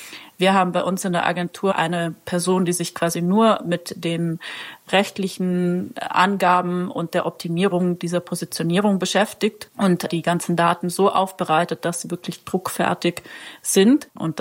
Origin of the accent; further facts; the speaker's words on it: Trentino-Alto Adige, Italy; ich komme nämlich aus Südtirol und hier gibt es ein Milchunternehmen, das Mieder heißt.